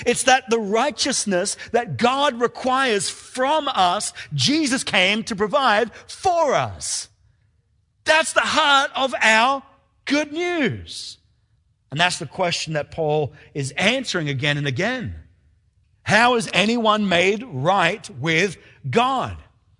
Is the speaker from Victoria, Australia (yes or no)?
no; Rockhampton, Queensland, Australia; born there; I was born in Rockhampton.